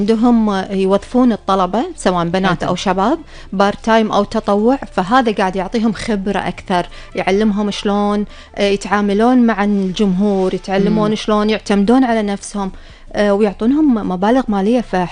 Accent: Kuwait

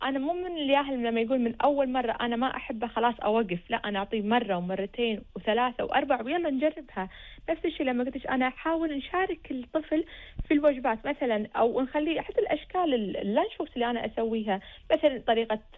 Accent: Kuwait; احنا عندنا بالكويت مع الجو الحار

